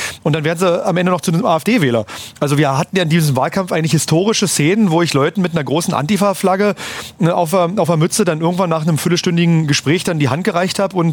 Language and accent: German; Stendal, Saxony-Anhalt, Germany; Wir haben in Stendal, da oben, wo ich herkomme, eine Aufnahmeeinrichtung